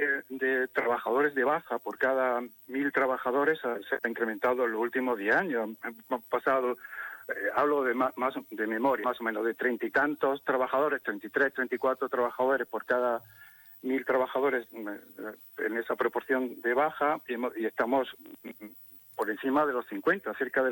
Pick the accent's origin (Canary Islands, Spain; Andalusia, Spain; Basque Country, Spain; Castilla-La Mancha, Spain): Andalusia, Spain; Motril; Yo soy de Motril y vivo y veraneo aquí en la zona de la costa